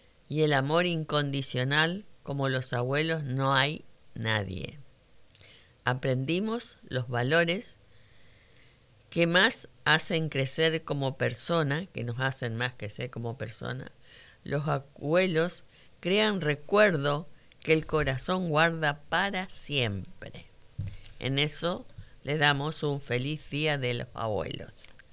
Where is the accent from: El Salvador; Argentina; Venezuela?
Argentina; lo que somos los argentinos.